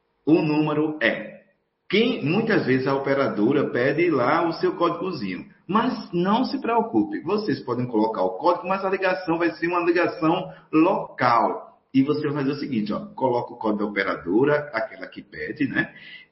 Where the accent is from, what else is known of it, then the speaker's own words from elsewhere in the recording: Northeast Brazil, Brazil; Eu sou nordestino, mas levo cuscuz para todo lugar.